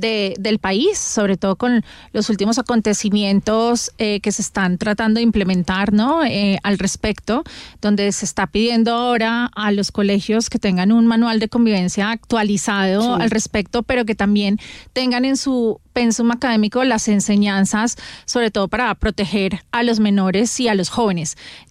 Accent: Colombia; moved away; devolverle a la tierrita, a mi tierrita

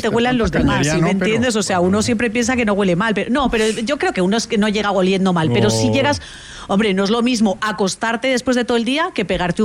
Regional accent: Spain; Pero, colega, yo, la verdad, yo no quiero deciros que yo que soy española, a mí me parece que todo eso son cuentos chinos.

